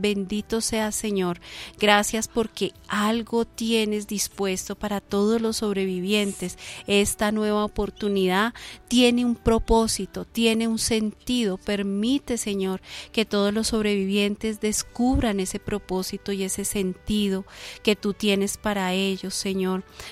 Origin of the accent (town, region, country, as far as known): Colombia